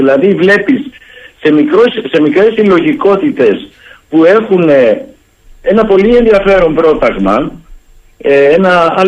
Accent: Greece

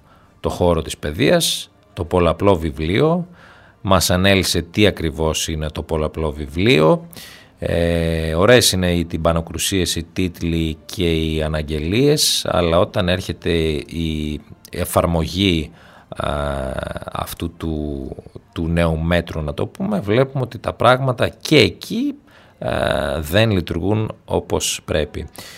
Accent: Greece; σαν Έλληνες

